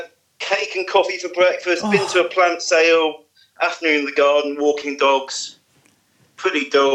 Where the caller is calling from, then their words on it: West Midlands, United Kingdom; I'm calling from a little village in the West Midlands, which I won't say so I don't get identified, a.k.a. … in the forum.